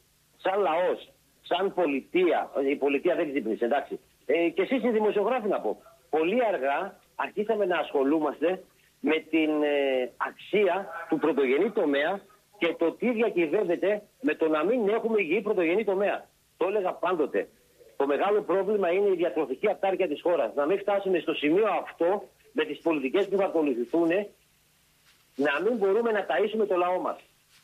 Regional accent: Antigonos, Western Macedonia, Greece; Στο χωριό μου, από εκεί που κατάγομαι εγώ και εκεί που ζω, έτσι, στο Αντίγονο

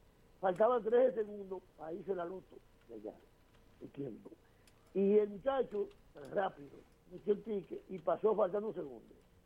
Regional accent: Dominican Republic; yo soy dominicano y hablo así.

